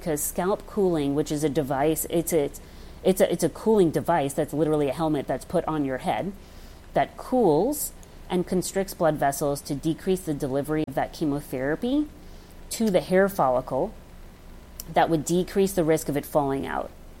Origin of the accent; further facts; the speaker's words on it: Long Island, New York, United States; Although some might consider me a fake New Yorker because I'm from Long Island, but I remind people all the time.